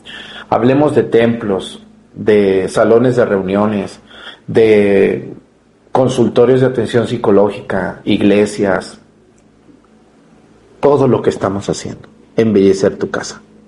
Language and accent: Spanish; Mexticacán, Jalisco, Mexico; a mí me han criticado a veces hasta en mi propio pueblo, ¿verdad? En Mexicacán